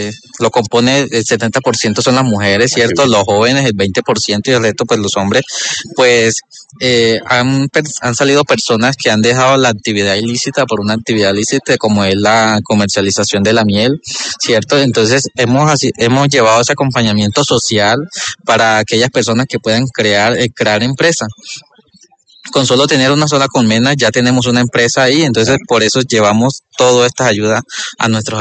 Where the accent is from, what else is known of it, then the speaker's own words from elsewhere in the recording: El Bagre, Antioquia, Colombia; yo vengo del municipio del Bagre, Antioquia, Bajo Cauca antioqueño